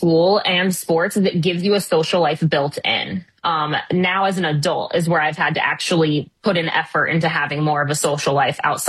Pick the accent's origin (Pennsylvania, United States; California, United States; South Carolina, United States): California, United States; Hermosa Beach; I'm from Hermosa Beach, California, which is just outside Los Angeles, and I'm an only child.